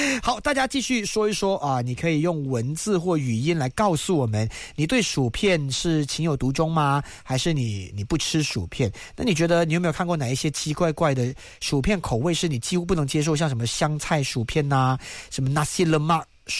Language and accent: Chinese; Malaysia; 我们马来西亚人